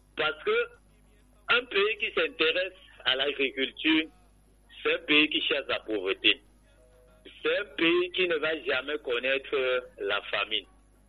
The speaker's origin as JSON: {"language": "French", "country": "Cameroon", "tie": "born there", "said": "je suis né au Cameroun."}